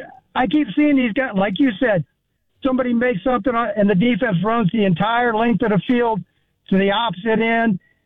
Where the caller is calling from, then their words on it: Florida, United States; I'm calling from Florida, and the storm will, you know, kind of miss us a little bit.